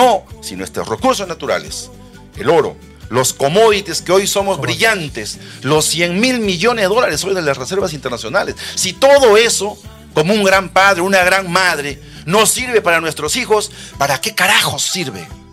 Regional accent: Peru

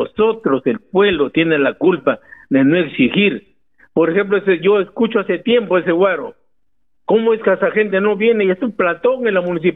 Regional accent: Olmos, Lambayeque, Peru; Falta patriotismo de la patria chica que es nuestro Olmos.

